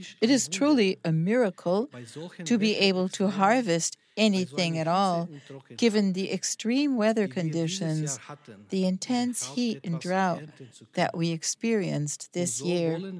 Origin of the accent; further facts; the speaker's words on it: Croatia; moved away; I am originally from Croatia